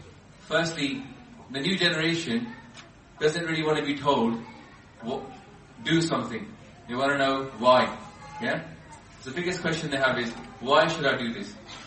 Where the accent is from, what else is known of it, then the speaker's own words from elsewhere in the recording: Southall, London, United Kingdom; apart from Benji who's from Canada, we grew up in Southall. You know, this is our Gurdwara.